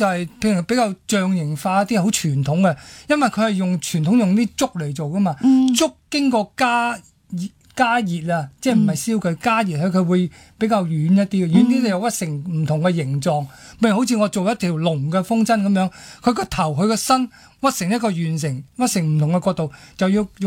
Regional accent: Hong Kong; 由於我哋係香港人啊嘛，我中西都識，

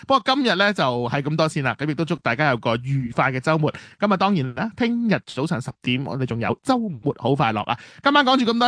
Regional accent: Hong Kong

